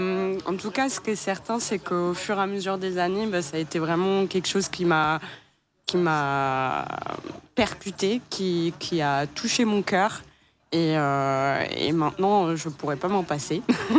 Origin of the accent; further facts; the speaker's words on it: France; now in Bordeaux, France; Française, j'habite à Bordeaux.